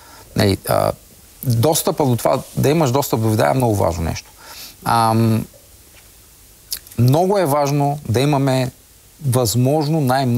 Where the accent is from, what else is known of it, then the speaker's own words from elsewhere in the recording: Yambol, Yambol Province, Bulgaria; ами аз в моето детство понятието климатик не съм знаел даже какво е. Аз съм от Ямбол. Там жегите бяха ежедневие.